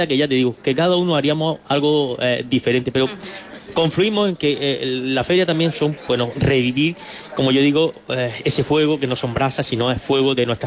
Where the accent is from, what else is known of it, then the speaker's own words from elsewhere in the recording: Guadalajara, Castilla-La Mancha, Spain; also born or lived in Adra; Yo soy de Guadalajara, pero he estado un tiempo viviendo en Adra.